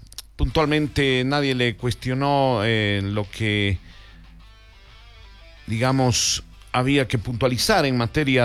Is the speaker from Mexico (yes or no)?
no; Bolivia; como buenos bolivianos, ganamos una vez y pensamos que siempre tenemos que ganar.